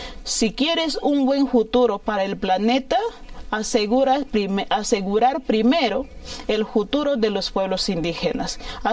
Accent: Peru; nosotros como peruanos no nos sentimos representados por ella.

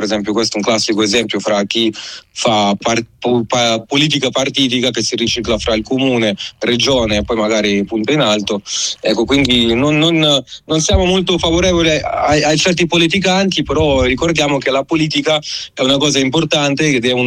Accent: Lombardy, Italy; now in Milan, Italy; perché appunto parlo da lombardo.

